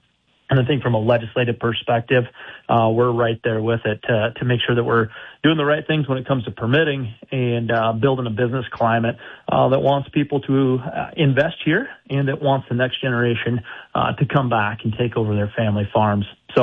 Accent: Arlington, United States; You know, I grew up in Arlington in a real blue-collar family.

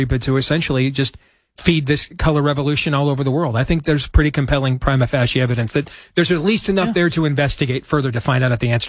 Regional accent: California, United States; So we used to eat there a lot when I was a kid growing up in Cali.

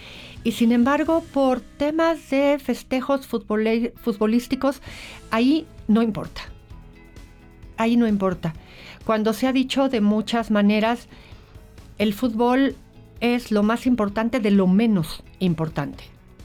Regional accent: Mexico; tener la capacidad de autocriticarnos como mexicanos

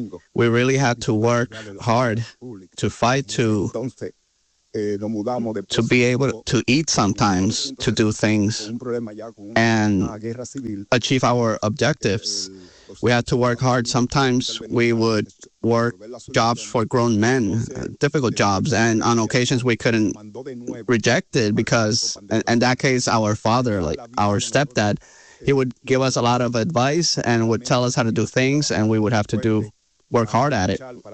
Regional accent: Villa Altagracia, San Cristóbal, Dominican Republic; I was born in Villa Altagracia, in a place called El Maizar of Villa Altagracia.

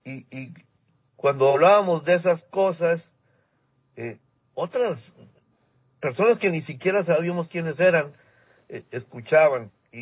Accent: Ensenada, Baja California, Mexico; soy de Ensenada, aquí es Puerto

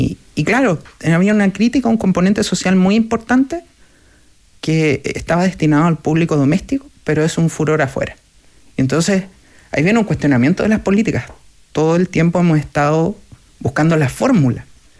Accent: Santiago, Santiago Metropolitan Region, Chile; born there; yo nací en Independencia.

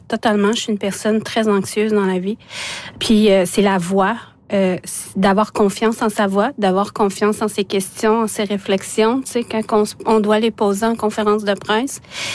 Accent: Quebec, Canada; first language Innu-aimun; French is a second language; Imagine, moi qui parle Inuit-Moon, ma langue maternelle, c'est l'Inuit-Moon, puis j'étais rendue une défendresse de la langue française.

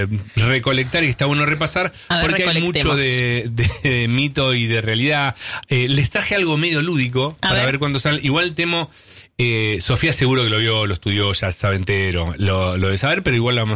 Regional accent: Tucumán, Argentina; Sí, eso siempre somos tucumanos.

